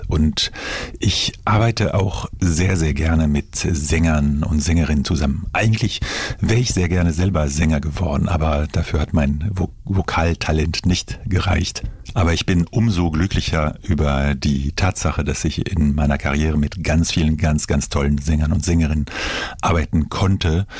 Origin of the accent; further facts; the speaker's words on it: Luxembourg; moved away as an adult; also born or lived in Hanover; Ich bin in Luxemburg geboren und aufgewachsen, allerdings von einem französischen Vater und einer deutschen Mutter.